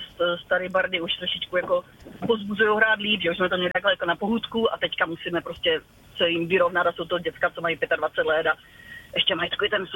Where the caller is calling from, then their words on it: Olomouc, Olomouc Region, Czechia; jsem z Olomouce, ale teď jsem dojela do Olomouce.